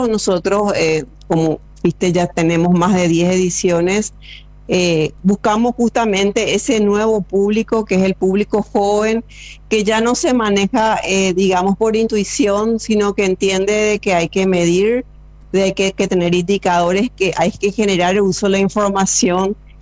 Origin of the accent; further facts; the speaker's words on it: Paraguay; Inclusive como orgullo como paraguayos